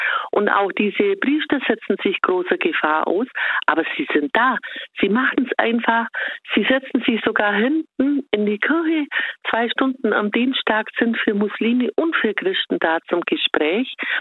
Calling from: Bavaria, Germany; Ich bin aus Bayern, Deutschland.

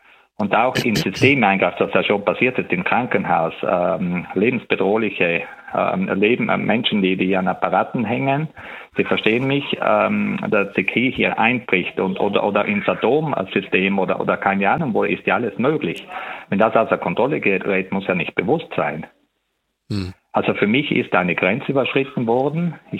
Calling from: Trentino-Alto Adige, Italy; Ich bin ein Südtiroler, also nicht so weit weg.

